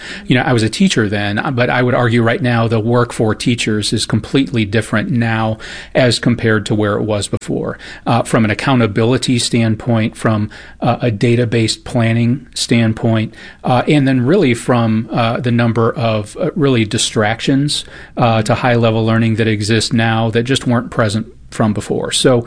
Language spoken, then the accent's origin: English; Illinois, United States; now in St. Louis, United States; Yeah, so I'm not from the St. Louis area. Originally, I'm from just outside Chicago, and so hadn't been to St. Louis.